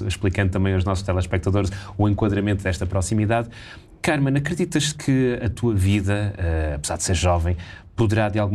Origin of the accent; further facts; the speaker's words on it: Norte, Portugal; now in Lisbon, Portugal; Eu sou do Norte